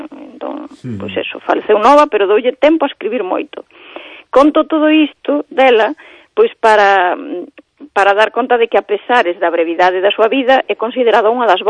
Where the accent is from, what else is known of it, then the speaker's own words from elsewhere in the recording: Santiago de Compostela, Galicia, Spain; Vale, pero somos de Santiago, non do Camiño.